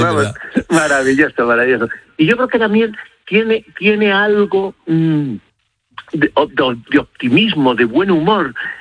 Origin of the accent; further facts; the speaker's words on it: Castile and León, Spain; él era de cerca de mi pueblo, era de Piedrahíta